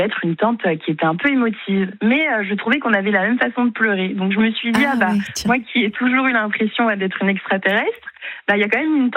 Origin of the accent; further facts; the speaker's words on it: France; born there; also born or lived in Congo; quand ma mère elle revient, je ne suis plus au Congo, je suis en France. Ma belle-mère m'a fait un faux acte de naissance et elle m'a emmenée en France avec ses autres enfants.